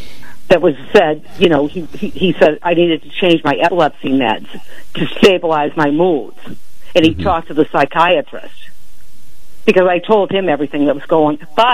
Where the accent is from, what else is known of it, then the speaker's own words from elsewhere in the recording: Boston, Massachusetts, United States; now in Norwell, United States; I grew up in Boston, so I pretty much had no shame. In a large family